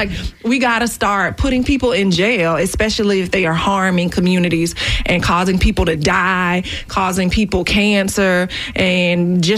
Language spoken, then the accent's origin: English; Florida, United States; You know I'm from Duval.